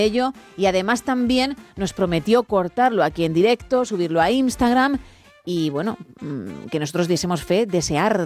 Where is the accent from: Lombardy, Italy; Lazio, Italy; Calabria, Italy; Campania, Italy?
Campania, Italy; Spanish is a second language; Bueno, yo no soy de Roma, he de decir. Soy de cerca de Positano, ¿no? Pero, y fíjate, nunca lo he dicho, creo, ¿eh? Pero bueno, ahí lo dejo, no voy a decir exactamente qué